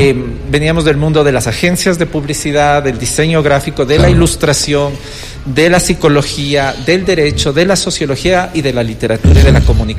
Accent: Ecuador

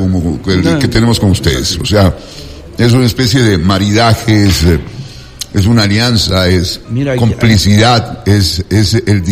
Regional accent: Ecuador; el servicio que refleja la calidad humana de todos nosotros los ecuatorianos y de hermanos como tú, colombianos, que hacen de esta su propia casa.

